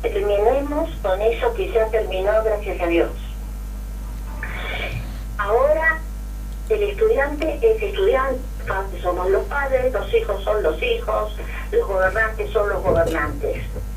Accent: Rosario, Santa Fe, Argentina; yo soy el normal número 2, porque soy de Rosario

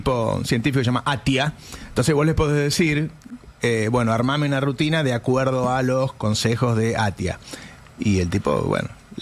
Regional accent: Galicia, Spain; Quiero, yo soy gallego, ¿sabes?

